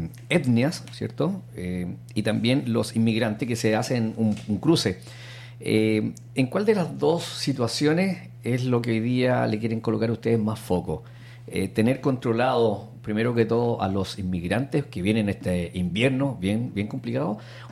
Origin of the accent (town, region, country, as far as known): Chile